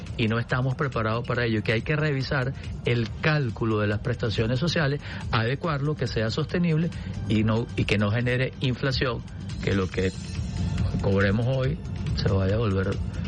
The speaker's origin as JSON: {"language": "Spanish", "country": "Venezuela"}